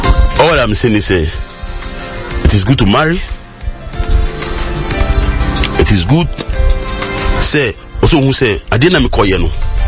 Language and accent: English; Nigeria; I'm from Nigeria.